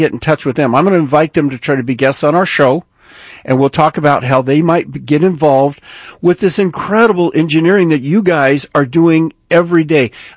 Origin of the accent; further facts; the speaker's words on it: Prescott, Arizona, United States; up in Prescott, Arizona, my hometown.